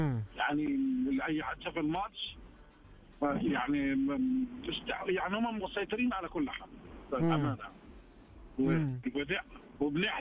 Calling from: Jeddah, Makkah Province, Saudi Arabia

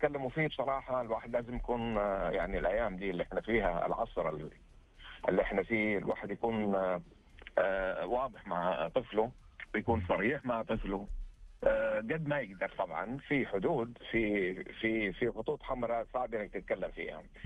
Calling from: Jeddah, Makkah Province, Saudi Arabia

